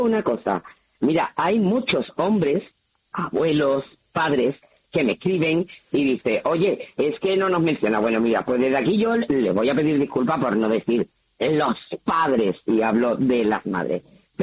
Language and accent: Spanish; Jerez de la Frontera, Andalusia, Spain; yo soy de Jerez. Y aquí nos tomamos todos en Andalucía de aquella manera.